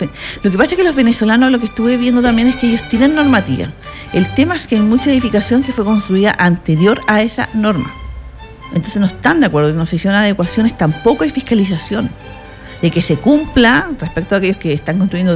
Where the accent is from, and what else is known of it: Chile; also born or lived in Concepción